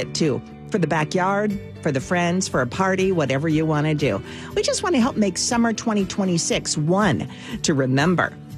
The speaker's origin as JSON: {"language": "English", "region": "Midwest", "country": "United States", "tie": "born or raised there", "also_born_or_lived": "Seattle", "said": "I was born in Seattle, but grew up in the Midwest where we had tornadoes and thunderstorms and lightning and all the things."}